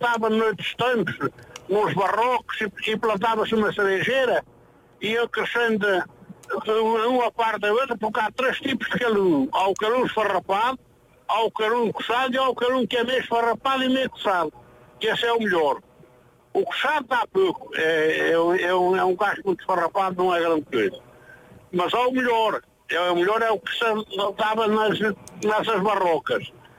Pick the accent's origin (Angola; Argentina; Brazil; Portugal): Portugal; Oleiros, Castelo Branco; Eu sou de Oleiros, da Beira Baixa.